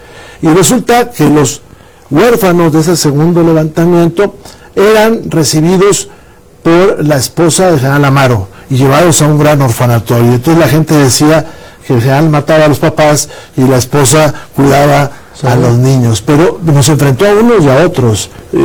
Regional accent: Coahuila, Mexico

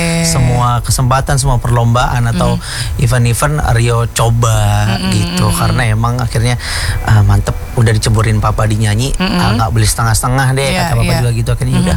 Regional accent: Mojokerto, East Java, Indonesia; Aku kan lahir di Mojokerto, Jawa Timur.

